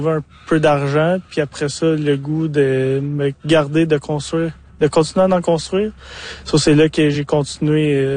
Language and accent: French; Gatineau, Quebec, Canada; moi, quand j'étais jeune, je vivais à Gatineau, puis les montgolfières, ils étaient ça à la ferme de nos mes grands-parents.